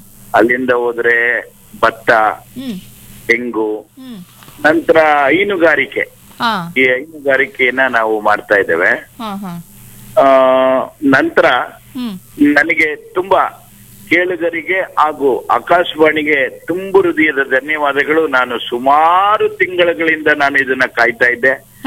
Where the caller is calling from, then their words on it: Channapatna, Karnataka, India; ನಮ್ಮ ಚನ್ನಪಟ್ಟಣದ ಬಗ್ಗೆ ಮಾತಾಡೋದಾದ್ರೆ